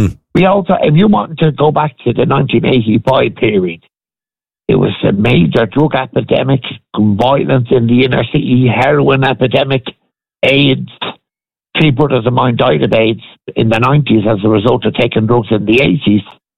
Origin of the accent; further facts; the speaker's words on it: Dublin, Leinster, Ireland; born there; I came from Dolphin's Barn.